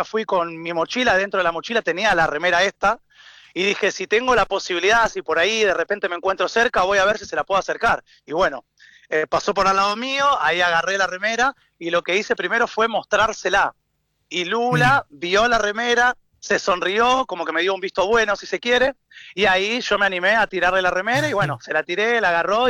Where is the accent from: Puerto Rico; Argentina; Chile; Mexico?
Argentina; now in Brazil; Mirá, te cuento, yo ya vivía acá en Brasil 3 años, y volví para Argentina, estuve como unos 3, 4 años en Argentina.